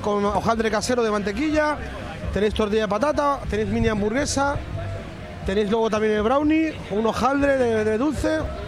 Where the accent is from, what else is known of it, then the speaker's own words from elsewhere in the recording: Santander, Cantabria, Spain; now in Toledo, Spain; Bueno, soy de Santander, de la Tierruca, pero afincado dentro de hace años.